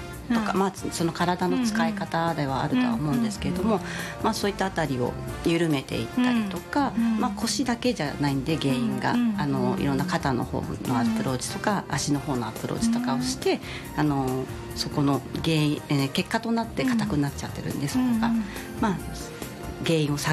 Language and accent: Japanese; Kitamoto, Saitama, Japan; 場所的には、はい、まあ、北本市 で、うん、で自宅の私の、うん、自宅の裏に、うん、あの私の実家があるんですけれども、